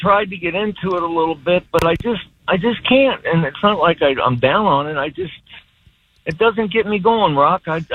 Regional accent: Cincinnati, Ohio, United States; moved away as an adult; now in Los Angeles, United States; I grew up in Cincinnati. Then, got drafted and been in California ever since. I just didn't grow up with soccer at all in the Midwest in the 50s and 60s.

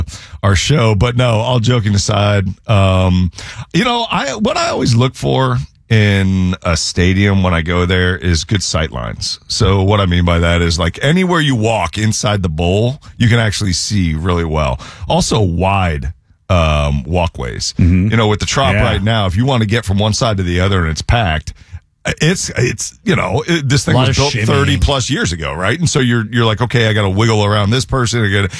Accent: St. Petersburg, Florida, United States; I'm born and raised in St. Pete. I'm so happy that they landed this deal.

